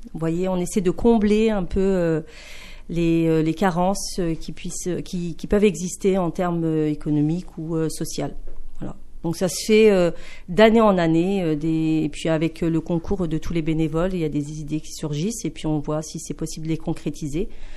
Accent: Longwy, Grand Est, France; je suis originaire de Gourincourt

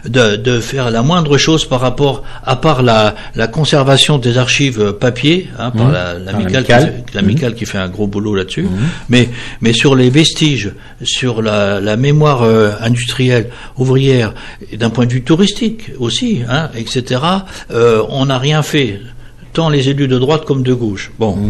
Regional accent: Longwy, Grand Est, France; je suis de Longwy

